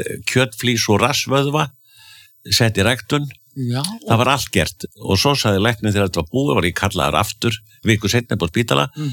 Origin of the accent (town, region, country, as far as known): Akureyri, Northeastern Region, Iceland; born or raised there